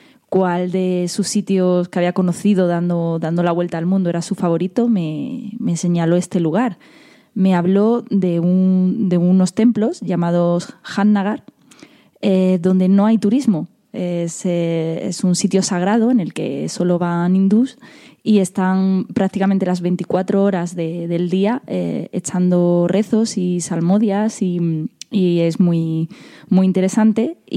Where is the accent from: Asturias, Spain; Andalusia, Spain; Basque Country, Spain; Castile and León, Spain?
Andalusia, Spain; Motril; es de mi pueblo, de Motril, Granada.